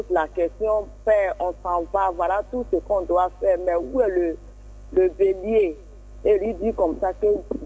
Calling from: Abidjan, Côte d’Ivoire; Je vous appelle de la Palmyra.

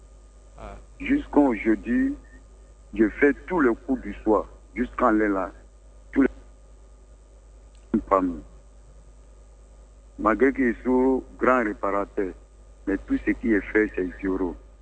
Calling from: Bobo-Dioulasso, Hauts-Bassins, Burkina Faso; À Bobo-Dioulasso.

